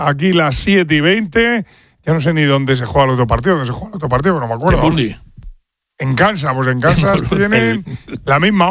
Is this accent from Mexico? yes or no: no; Spain; nosotros somos los españoles, les hemos ganado las últimas 3 veces.